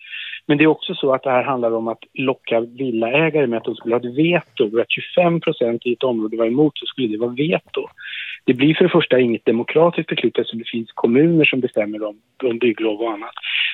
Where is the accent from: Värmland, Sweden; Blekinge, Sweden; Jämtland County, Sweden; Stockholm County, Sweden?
Stockholm County, Sweden; Stockholm; man bodde i hyreshus eller bostadsrätt eller villa eller radhus i Högdalen där jag växte upp. Och så gick alla i samma skola.